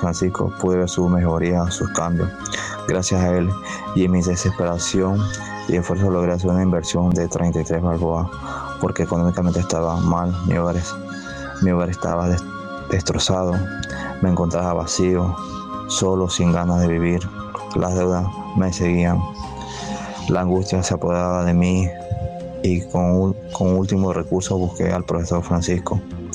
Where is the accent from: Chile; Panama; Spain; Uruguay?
Panama; Agua Dulce, Coclé; soy de Agua Dulce.